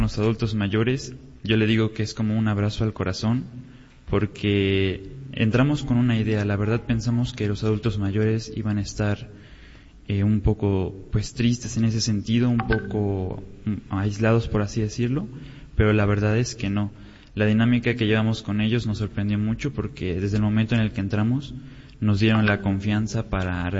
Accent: Xochitlán de Vicente Suárez, Puebla, Mexico; De Xochitlán de Vicente Suárez

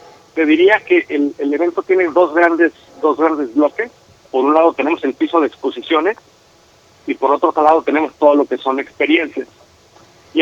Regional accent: Guadalajara, Jalisco, Mexico

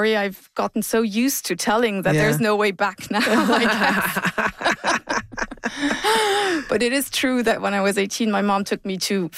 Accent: Luxembourg City, Luxembourg; English is a second language; Yeah, I'm from Luxembourg City.

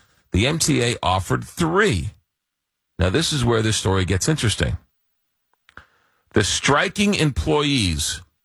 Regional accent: Long Island, New York, United States; So, in terms of full disclosure, growing up in Long Island as a kid, my father worked for the Long Island Railroad. He was a train conductor.

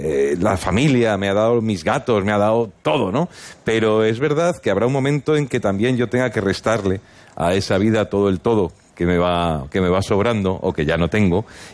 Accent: Madrid, Community of Madrid, Spain; los que somos de Madrid también tenemos a veces esa sensación

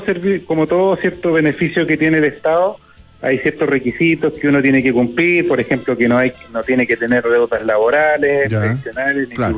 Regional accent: Valdivia, Los Ríos, Chile; algo real, porque me tocó verlo, yo soy de regiones, yo soy de Valdivia

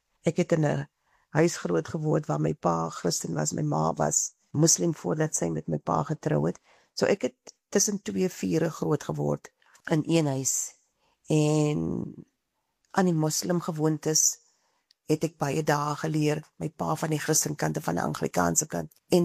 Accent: Bonnievale, Western Cape, South Africa; born there; moved away as an adult; Ek het nie net na my klein gemeenskap van Bonnieville gekyk en wat ons daar gedoen het nie. Ek het ook gekyk na die nuwe omgewing waar ek beginne bly het.

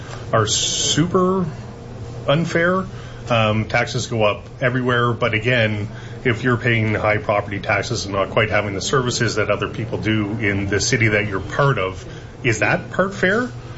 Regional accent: Dunrobin, Ontario, Canada; born there; I was born in Dunrobin, currently live in Constance Bay. I left for a couple of years in the middle of my life and came back currently living in Constance Bay.

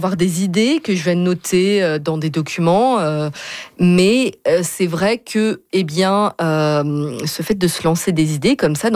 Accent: France; en tout cas moi je viens de France. En France, il y a peut-être plus, on dit toujours, il y a le côté organique d'écrire un film.

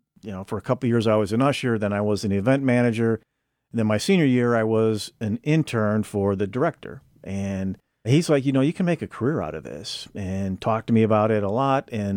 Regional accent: Chicago, Illinois, United States; moved away as an adult; now in Madison, United States; And then I grew up in the Chicago area, so an opportunity came up in 2013 to go into Chicago

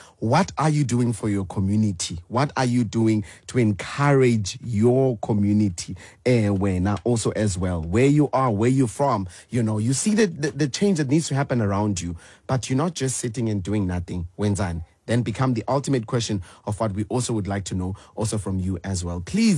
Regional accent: Matatiele, Eastern Cape, South Africa; moved away; I come from Matatiela.

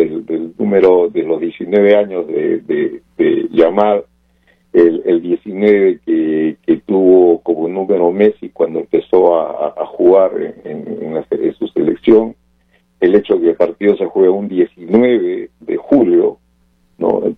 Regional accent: Peru; los peruanos fuimos

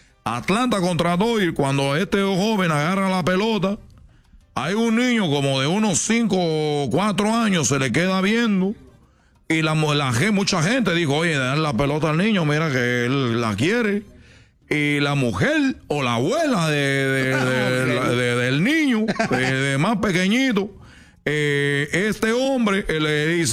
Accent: Cuba; porque yo soy de Cuba y algo que a mí me corre por la vena son las pelotas.

